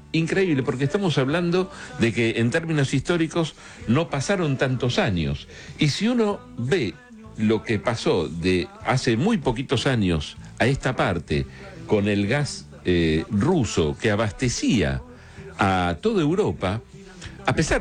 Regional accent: Argentina; ¿cuánto nos afecta como ciudadanos argentinos el crecimiento de la inteligencia artificial

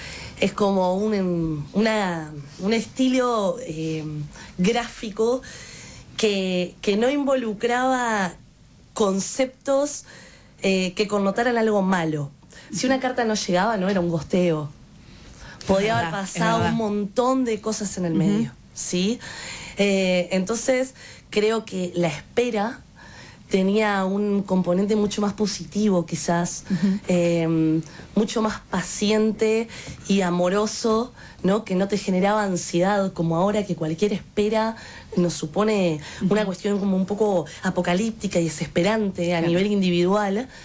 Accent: Uruguay; Yo soy uruguaya

